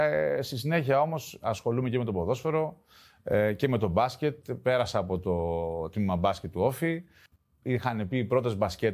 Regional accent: Athens, Attica, Greece; born there; Γεννήθηκα στην Αθήνα.

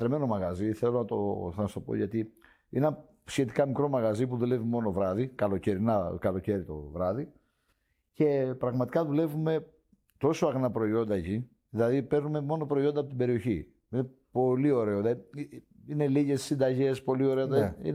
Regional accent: Crete, Greece; born or raised there

